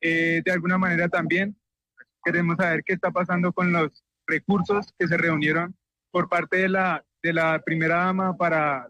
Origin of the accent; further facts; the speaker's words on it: Bogotá, Bogotá D.C., Colombia; que somos los bogotanos, los rolos, los cachacos, incluso la gente que viene de afuera.